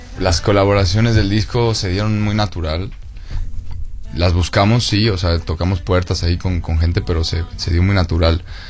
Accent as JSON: {"language": "Spanish", "country": "Mexico", "said": "Y defenderla, yo como mexicano y como no crecí en la salsa, también para mí ha sido un reto."}